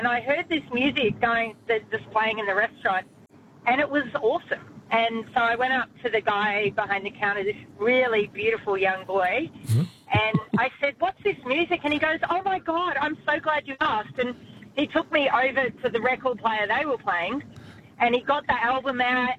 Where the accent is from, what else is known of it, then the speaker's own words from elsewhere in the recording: Sydney, New South Wales, Australia; I'm from Sydney, down in Melbourne, trawling vintage shop stores looking for vinyl.